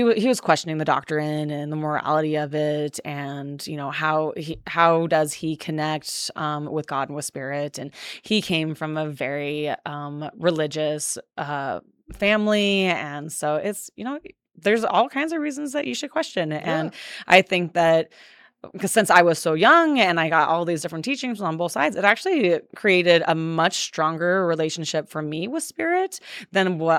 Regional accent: Cedar City, Utah, United States; moved away as an adult; also born or lived in Texas / Las Vegas; I lived some other places, and coming from growing up here in Cedar City and moving to Texas, I mean, that was a culture shock for me

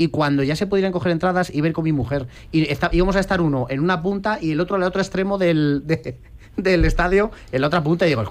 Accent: Madrid, Community of Madrid, Spain; de pequeño, yo vivía en Plaza Elíptica de pequeño

